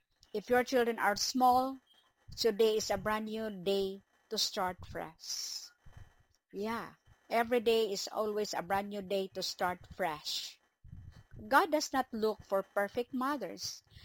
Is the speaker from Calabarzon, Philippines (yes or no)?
no; Bacolod, Western Visayas, Philippines; from the City of Smiles